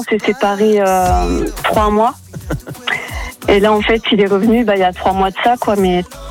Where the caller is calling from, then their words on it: Lussac-les-Châteaux, Nouvelle-Aquitaine, France; À Lussac-les-Châteaux.